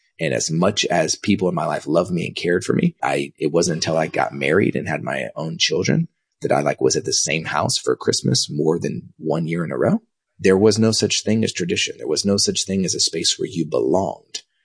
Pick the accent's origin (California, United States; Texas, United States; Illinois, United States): Texas, United States; Dallas; also born or lived in Kansas